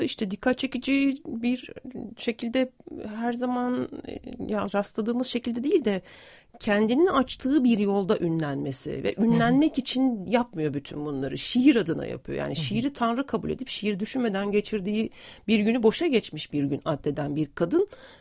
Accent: Ankara, Turkey; now in Istanbul, Turkey; 2002 yılında geldim ben İstanbul'a, Ankara'dan geldim. Bir Ankaralıyım aslında.

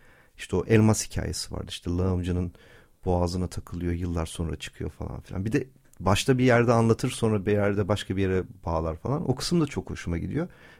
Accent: Ankara, Turkey; moved away as an adult; now in Istanbul, Turkey; İstanbul tabii doğma büyüme Ankaralıyız ama artık neredeyse hayatımın yarısını İstanbul'da geçirmiş olacağım.

